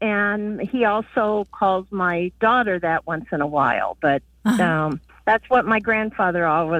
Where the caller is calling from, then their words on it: Santa Claus, Indiana, United States; I'm calling from Santa Claus, Indiana.